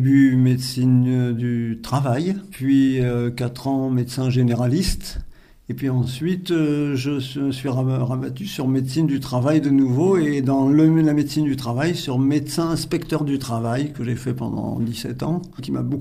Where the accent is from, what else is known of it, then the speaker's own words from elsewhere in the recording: Gentilly, Île-de-France, France; moved away as an adult; also born or lived in Paris / Alsace / Lorraine / Languedoc-Roussillon; Oui, je suis né à Paris et sinon, j'ai vécu à partir de 4 ans dans la très proche banlieue de Paris, là, Gentilly.